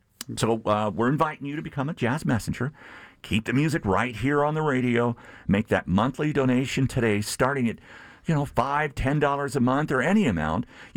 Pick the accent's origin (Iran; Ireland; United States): United States; Sulphur, Louisiana; we didn't have a jazz radio station growing up in Sulphur, Louisiana, which is near Lake Charles, a tiny town.